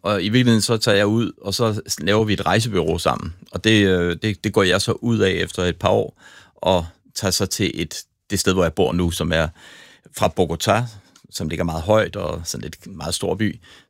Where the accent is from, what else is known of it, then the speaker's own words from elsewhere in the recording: Copenhagen, Capital Region of Denmark, Denmark; som dansker fra Østerbro